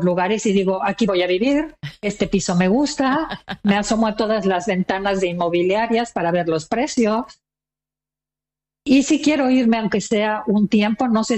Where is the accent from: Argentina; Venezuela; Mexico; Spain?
Mexico; moved away as an adult; now in Las Vegas, United States; Soy mexicana, nací en México. Mi familia es catalana. Y después de un divorcio y cambiarme de ciudades y demás... acabé en Las Vegas.